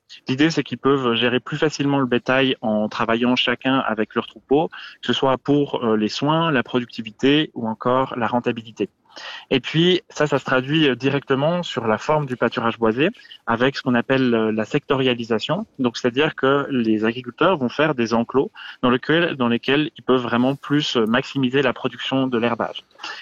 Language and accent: French; La Chaux-de-Fonds, Neuchâtel, Switzerland; je viens de la Chaux-de-Fonds